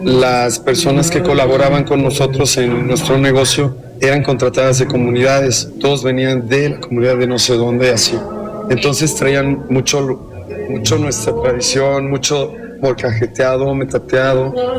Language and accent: Spanish; Xalapa, Veracruz, Mexico; Soy cocinero veracruzano, soy de Jalapa, Veracruz, de la capital